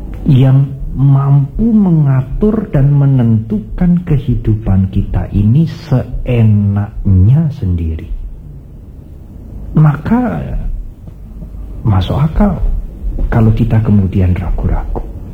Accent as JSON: {"language": "Indonesian", "town": "Blora", "region": "Central Java", "country": "Indonesia", "said": "Di daerah saya di Blora itu ada satu desa yang namanya Pelotot."}